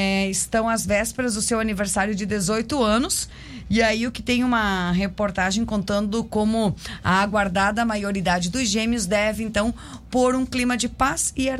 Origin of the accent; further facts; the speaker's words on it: Brazil; Como bons brasileiros que somos